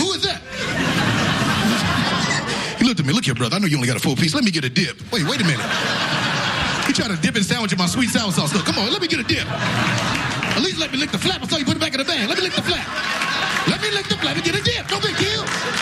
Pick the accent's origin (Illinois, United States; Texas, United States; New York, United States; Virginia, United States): Illinois, United States; Chicago; I'm from Chicago. We got to go to Mississippi. My grandmother don't want to fly.